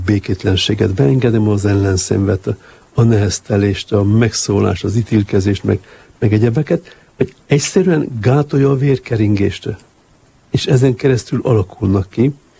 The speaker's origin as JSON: {"language": "Hungarian", "country": "Hungary", "said": "Nem, én egyedül voltam csak magyar."}